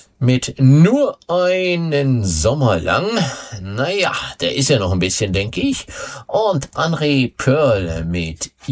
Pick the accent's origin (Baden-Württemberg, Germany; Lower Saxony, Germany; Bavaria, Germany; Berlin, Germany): Bavaria, Germany; Der kommt übrigens genau wie ich aus dem Frankenland.